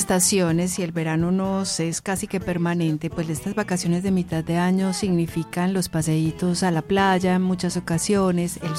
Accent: Popayán, Cauca, Colombia; yo no soy de aquí, yo soy de Popayán, entonces las vacaciones generalmente las pasaba en Popayán

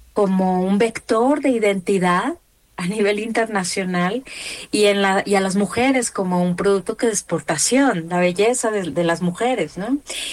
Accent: Mexico; moved away as an adult; now in Colombia; Yo soy mexicana, pero llevo, yo creo que ya 18 años viviendo en este país.

